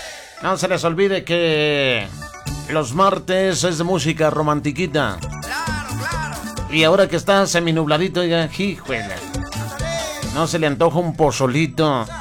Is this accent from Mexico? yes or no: yes; Mexico; ¿Cómo somos diablos los mexicanos, en serio?